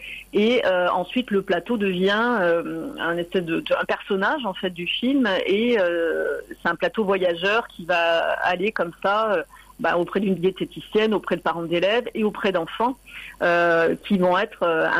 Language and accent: French; Marseille, Provence-Alpes-Côte d'Azur, France; Je suis réalisatrice de documentaires et je suis marseillaise. Je vis à Marseille.